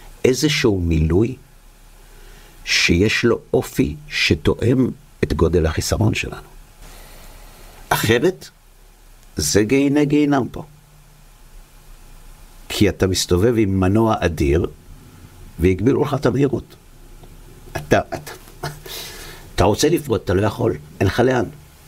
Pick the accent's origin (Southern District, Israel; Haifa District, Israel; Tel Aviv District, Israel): Tel Aviv District, Israel; Bnei Brak; אני מבני ברק.